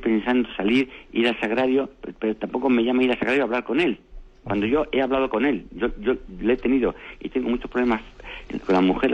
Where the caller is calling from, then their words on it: Madrid, Community of Madrid, Spain; llamo desde Madrid.